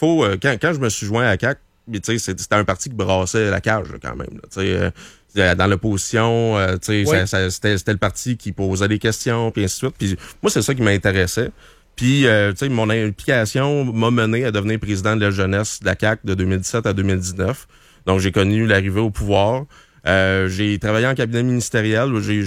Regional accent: Waterloo, Quebec, Canada; Waterloo? Oui, exact. Waterloo, bon, en Estrie, à côté de Granby.

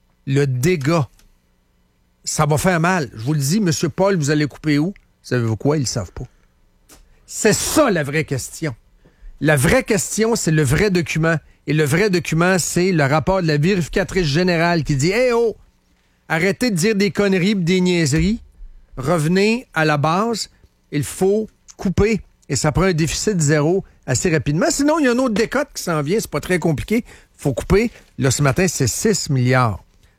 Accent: Trois-Rivières, Quebec, Canada; Moi, je le sais. Je viens de Trois-Rivières.

